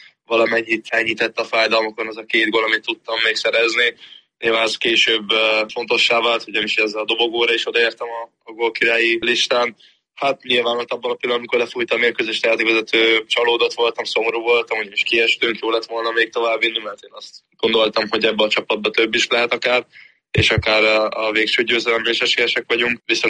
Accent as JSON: {"language": "Hungarian", "country": "Hungary", "tie": "born or raised there", "said": "Természetesen nagyon fontos a hazám. Szeretem Magyarországot, ott nevelkedtem, úgyhogy minden száll oda fűz."}